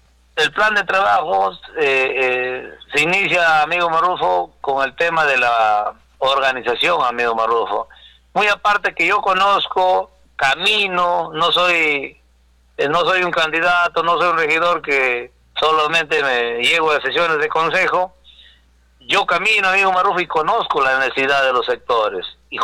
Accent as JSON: {"language": "Spanish", "town": "Naranjillo", "region": "San Martín", "country": "Peru"}